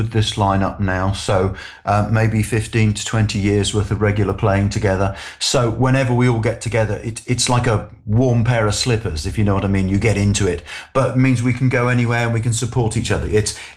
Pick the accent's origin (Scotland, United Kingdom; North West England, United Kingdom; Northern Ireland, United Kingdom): North West England, United Kingdom; Manchester; I grew up in Manchester